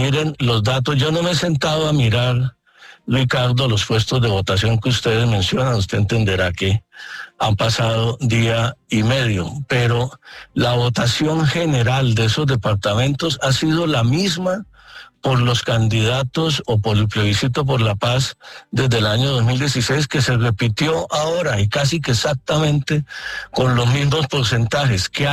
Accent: Norte de Santander, Colombia; le hablo de mi tierra, del Catatumbo

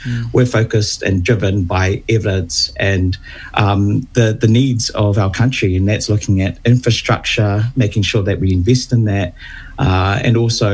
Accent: North Shore, Auckland, New Zealand; also born or lived in Wellington / Australia; Well, I am a very proud Kiwi Samoan. Was born and brought up on the North Shore.

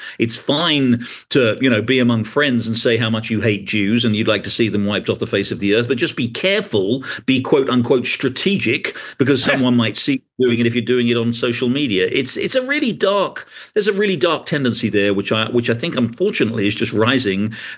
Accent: England, United Kingdom; now in United States; I grew up in England and I've lived most of my life in America.

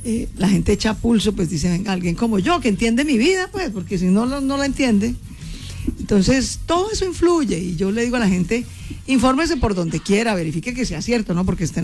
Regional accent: Colombia; Leonardo y yo somos dos colombianos hechos a pulso, venimos de abajo

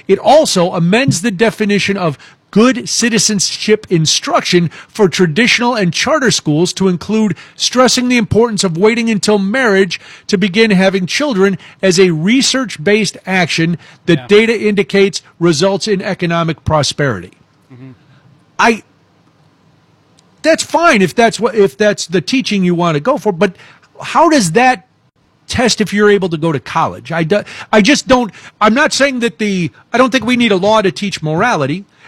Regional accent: Illinois, United States; Yeah, see, growing up in Illinois, I took all my tests.

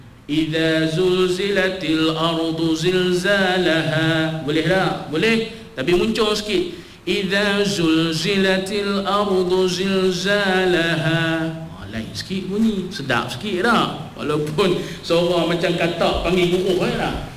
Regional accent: Kedah, Malaysia; also born or lived in Penang; Ha, saya orang Kedah juga, orang utara juga, orang Pinang juga.

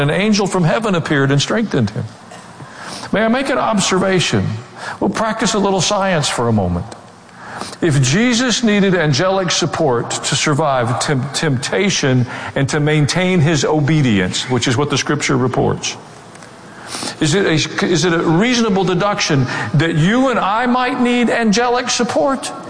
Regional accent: the South, United States; But I was raised in the South, and I was afraid if I said to her what I thought that my mother would materialize and I would be in trouble.

